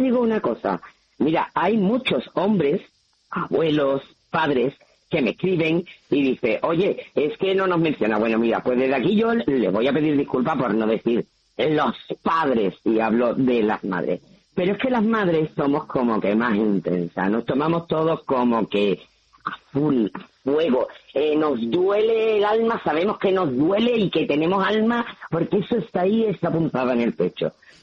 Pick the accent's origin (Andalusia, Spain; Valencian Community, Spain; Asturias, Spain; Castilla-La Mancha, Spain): Andalusia, Spain; Jerez; yo soy de Jerez. Y aquí nos tomamos todo en Andalucía de aquella manera.